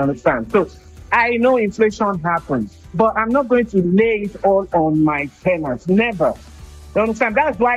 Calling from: Bern, Switzerland; I'm calling from Bern, Switzerland.

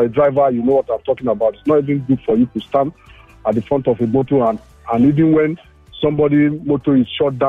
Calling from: Ikeja, Lagos, Nigeria; I'm calling from Ikeja.

